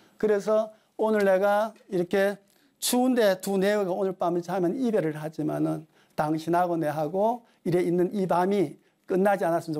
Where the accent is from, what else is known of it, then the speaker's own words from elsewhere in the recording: Gangwon, South Korea; 저는 강원도 사람이 강원도고